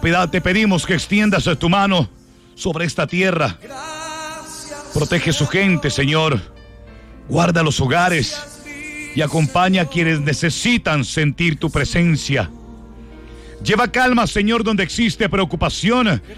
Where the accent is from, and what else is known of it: Colombia